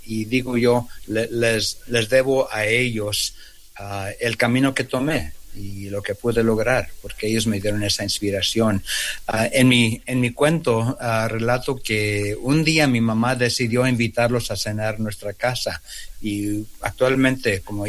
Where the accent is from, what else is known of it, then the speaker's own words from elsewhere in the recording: Mexico; now in United States; Sí, pues muchos de nosotros somos migrantes. Llegamos de México, de otros países, y este país no siempre nos ha valorizado